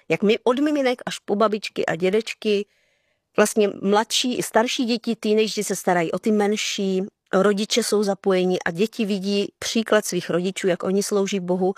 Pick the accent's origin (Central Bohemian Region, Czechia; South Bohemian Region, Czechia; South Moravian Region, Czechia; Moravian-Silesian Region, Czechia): South Moravian Region, Czechia; Brno; moved away; my jsme oba s manželem … jsme rození Brňáci. Vyrůstali jsme v Brně, prožili jsme tam mládí, dětství